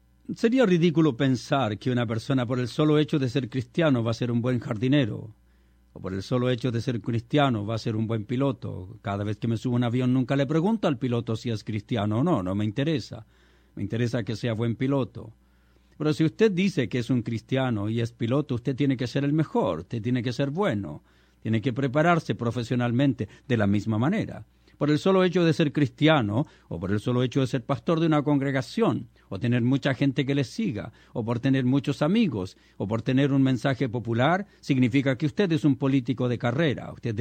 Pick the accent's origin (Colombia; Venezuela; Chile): Chile